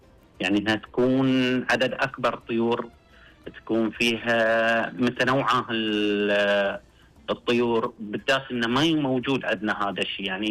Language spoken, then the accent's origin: Arabic; Eastern Province, Saudi Arabia; احنا عندنا في الشرقية ما عندنا لا حدائق ولا يعني حديقة حيوان ما عندنا.